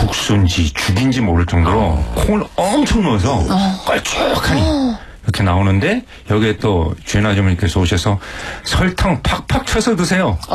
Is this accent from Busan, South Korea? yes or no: yes; Busan, South Korea; 아버지는 창선에서 나셨고 이제 부산으로 건너오셔서 제 개인적인 고향은 부산인데